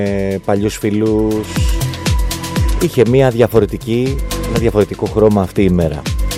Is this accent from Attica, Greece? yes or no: yes; Piraeus, Attica, Greece; μεγάλωσα στην Αγία Σοφία, την περιοχή του Πειραιά